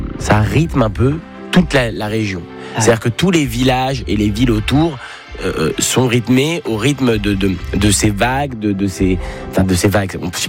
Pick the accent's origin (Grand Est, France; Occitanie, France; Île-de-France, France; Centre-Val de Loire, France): Île-de-France, France; Paris; j'ai grandi à Paris, donc vivre près de la Seine, ça a rien à voir.